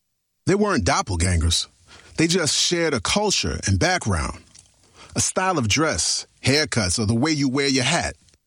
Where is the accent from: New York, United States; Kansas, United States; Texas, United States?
New York, United States; we're both from New York